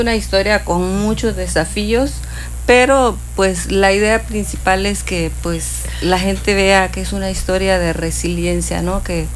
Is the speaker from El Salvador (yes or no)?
yes; El Salvador; also born or lived in Cancún; now in Playa del Carmen, Mexico; Yo he vivido mucho tiempo en Cancún, viví mucho tiempo aquí. Digo, soy salvadoreña porque pues de allá es la historia. Sí. Pero yo vine aquí hace 25 años.